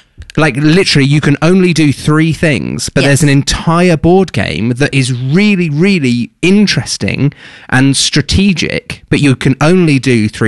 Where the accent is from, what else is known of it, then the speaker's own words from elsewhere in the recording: England, United Kingdom; If I was any other nationality but English